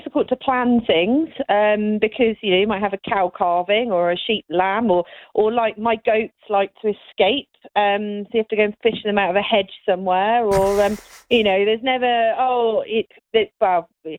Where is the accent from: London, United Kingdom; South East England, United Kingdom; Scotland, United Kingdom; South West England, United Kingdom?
South West England, United Kingdom; moved away as an adult; now in Northamptonshire, United Kingdom; So I grew up in the Cotswolds, and I joined Young Farmers when I was age 14